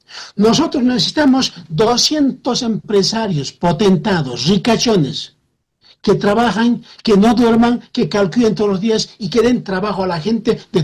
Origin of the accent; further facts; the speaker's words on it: Bolivia; si nosotros pensásemos como bolivianos